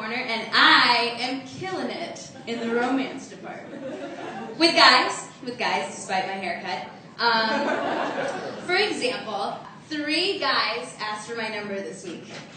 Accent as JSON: {"language": "English", "region": "Arkansas", "country": "United States", "said": "So, like Sharoop, I too am an immigrant. I'm from Arkansas."}